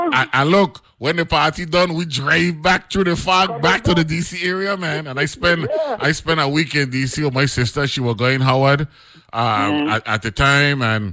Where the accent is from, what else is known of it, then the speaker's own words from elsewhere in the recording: U.S. Virgin Islands; Growing up in the Virgin Islands in the 70s, 80s, and obviously well before